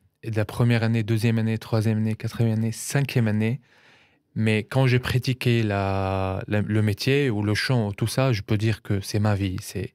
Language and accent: French; Damascus, Syria; French is a second language; moved away as an adult; now in Strasbourg, France; je suis chanteur syrien, je suis en France depuis à peu près 4 ans